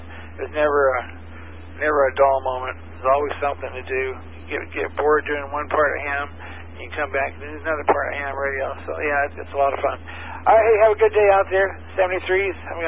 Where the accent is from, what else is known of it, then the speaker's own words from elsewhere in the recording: Seattle, Washington, United States; now in Sanford, United States; I grew up on the West Coast, so the East Coast is a little bit different